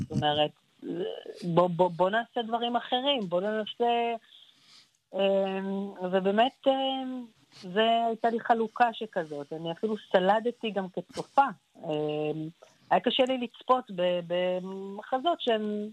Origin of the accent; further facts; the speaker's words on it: Jerusalem, Jerusalem District, Israel; born there; ולירושלים, העיר שבה נולדתי